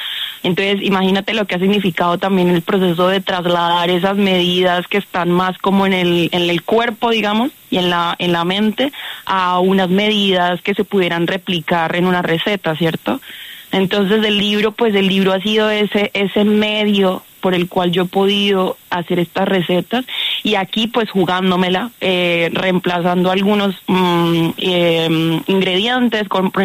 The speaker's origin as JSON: {"language": "Spanish", "region": "Chocó", "country": "Colombia", "tie": "born or raised there", "moved": "yes", "lives_now": "Madrid, Spain", "said": "recordar toda mi infancia y mi vida en el Chocó, que la añoro todos los días"}